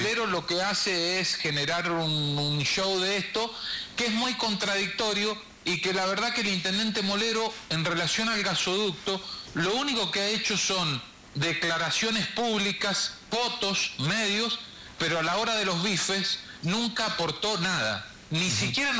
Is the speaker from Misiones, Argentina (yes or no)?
no; San Rafael, Mendoza, Argentina; esto lo digo como sanrafaelino